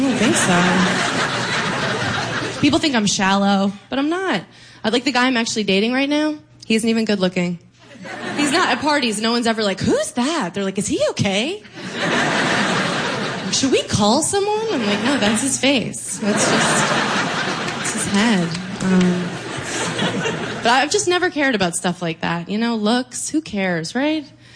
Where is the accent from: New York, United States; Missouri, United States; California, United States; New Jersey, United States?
New York, United States; lived in New York my whole life, but people, they always just like assume I'm from the Midwest.